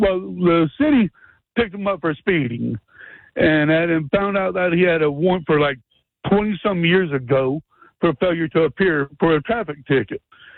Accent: Pittsburgh, Pennsylvania, United States; born there; now in Winston-Salem, United States; No, I was born in Pennsylvania, Pittsburgh, Pennsylvania. I got family up in Newark.

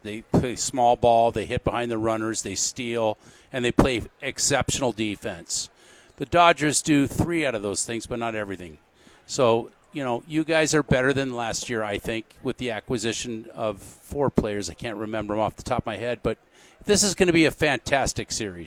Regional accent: Los Angeles, California, United States; I'm from Los Angeles.

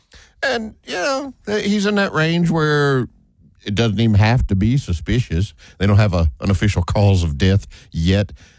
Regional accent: Clute, Texas, United States; I grew up watching the Cowboys because I grew up in the Houston area, you know, south of town a little bit, called Clute. Maybe you heard of it.

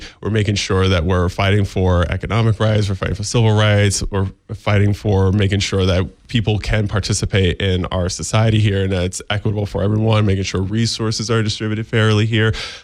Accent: Utica, New York, United States; So I'm born and raised in Utica.

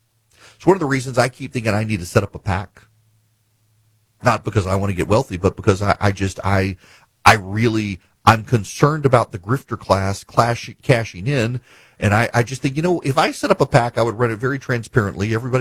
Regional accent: Georgia, United States; I see it in my home state of Georgia

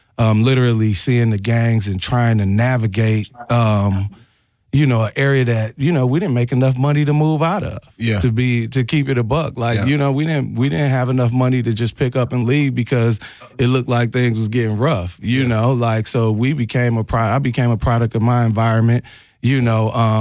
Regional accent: Milwaukee, Wisconsin, United States; We grew up out in, at the time, on 95th and Brown Deer Road, you know. It was called the Meadows back then. Yeah. I think it might be the Woodlands now.

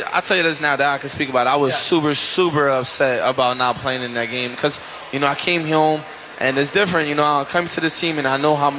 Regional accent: Brooklyn, New York, United States; also born or lived in Queens; like I said, I was from Brooklyn, born and raised there. And then I moved to Queens and it was just all over from there.

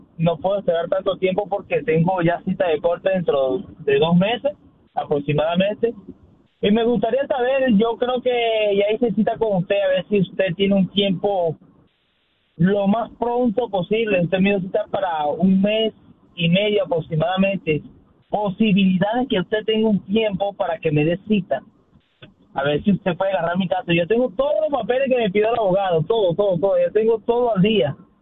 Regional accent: Venezuela; Yo me casé con una ciudadana, soy venezolano.

